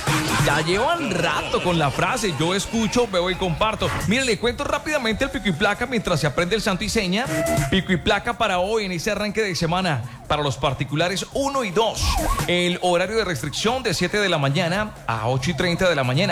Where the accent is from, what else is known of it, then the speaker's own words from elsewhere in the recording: Colombia; Aquí todos somos colombianos